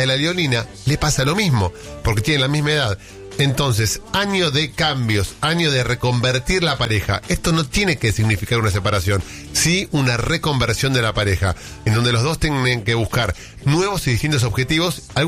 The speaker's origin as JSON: {"language": "Spanish", "country": "Argentina", "said": "todos somos todos argentinos"}